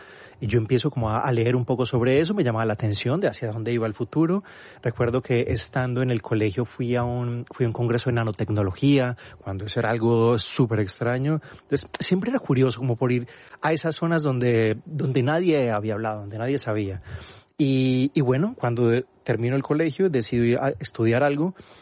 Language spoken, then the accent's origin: Spanish; Medellín, Antioquia, Colombia; also born or lived in Marinilla / Manizales / Turbo / Montería; A ver, empezamos, yo nací en Medellín, después de eso mis padres se fueron a Marinilla, que es un, haz de cuenta, como decir, vivo en la sierra.